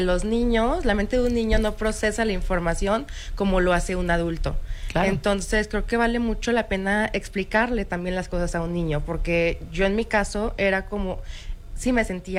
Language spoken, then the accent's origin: Spanish; Mexico City, Mexico; born there; Nací aquí en Ciudad de México. Mi familia siempre ha sido, pues en realidad, muy unida.